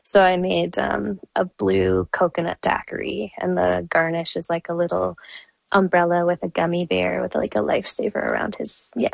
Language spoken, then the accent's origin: English; Fredericton, New Brunswick, Canada; Fredericton, New Brunswick.